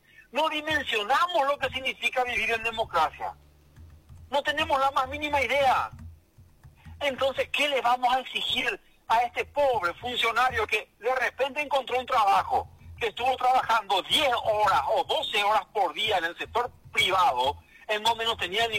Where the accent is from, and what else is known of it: Paraguay